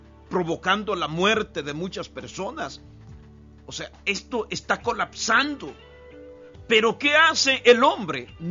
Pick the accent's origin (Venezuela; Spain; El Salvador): El Salvador; Chalchuapa, Santa Ana; mi lugar de donde yo vengo, hay lugares donde las personas ahora, hermanos, Charchuapa